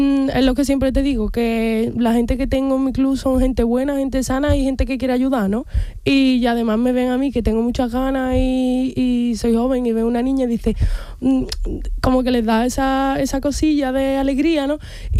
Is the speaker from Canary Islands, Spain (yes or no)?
no; Andalusia, Spain; De ellos, somos 126 andaluces.